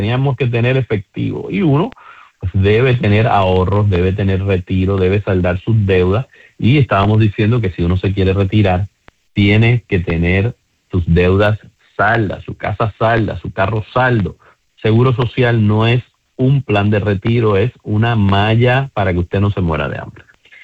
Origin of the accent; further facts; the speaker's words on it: Puerto Rico; Tal vez somos nosotros los puertorriqueños, tal vez sucede en todos lados